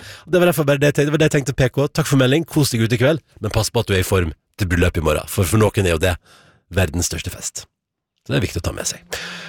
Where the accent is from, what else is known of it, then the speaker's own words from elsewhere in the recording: Vestland, Norway; moved away; Tenk at jeg har vokst opp blant disse fjellene